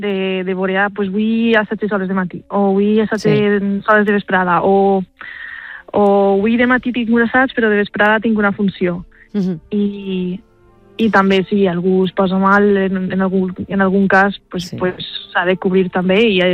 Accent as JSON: {"language": "Catalan", "town": "Alzira", "region": "Valencian Community", "country": "Spain", "lives_now": "Graz, Austria", "said": "jo sempre dic que com vinc d'Alzira, que és una ciutat, però no és una ciutat molt gran, que encara té un poc de sentiment de poble"}